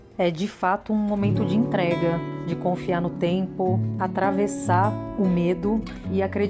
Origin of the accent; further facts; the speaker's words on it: São Paulo, Brazil; also born or lived in Jundiaí; sou cantora, compositora, nasci em Jundiaí e atualmente criada em São Paulo.